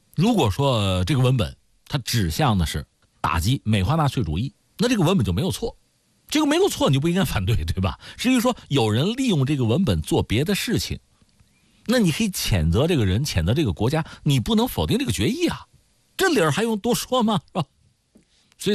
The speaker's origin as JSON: {"language": "Chinese", "country": "China", "said": "我们中国人"}